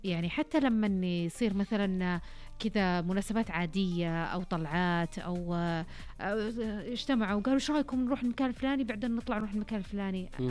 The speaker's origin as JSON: {"language": "Arabic", "region": "southern Saudi Arabia", "country": "Saudi Arabia", "tie": "born or raised there", "said": "أنا أتكلم عن ديرتي منطقتي عشان أروح من محافظة لمحافظة راح نص اليوم"}